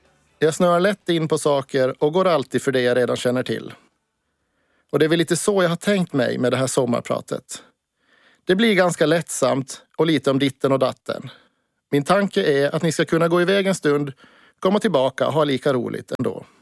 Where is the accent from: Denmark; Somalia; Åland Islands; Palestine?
Åland Islands; Mariehamn, Åland; also born or lived in Jakobstad, Finland; och är 36 år. Jag är född i Jakobstad men flyttade till Åland tillsammans med min mamma redan som bebis.